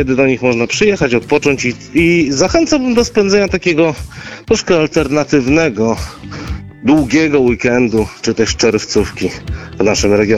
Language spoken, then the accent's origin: Polish; Warmian-Masurian Voivodeship, Poland; takie jak u nas na Mazurach czy też na Warmii.